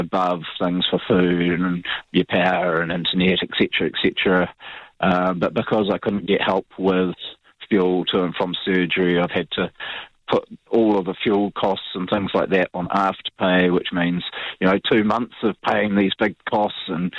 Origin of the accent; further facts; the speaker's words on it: New Zealand; I think as a Kiwi, I know that I suppose there's a few Kiwis that don't necessarily want to be out there working